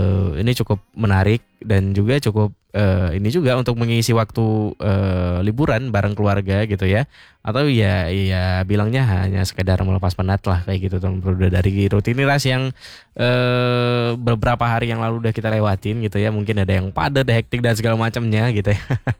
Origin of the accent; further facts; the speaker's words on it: Aceh, Indonesia; kita orang Aceh